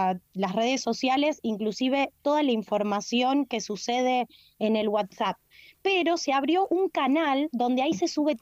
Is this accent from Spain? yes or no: no; Buenos Aires, Argentina; moved away; tengo 35, yo me crié en Buenos Aires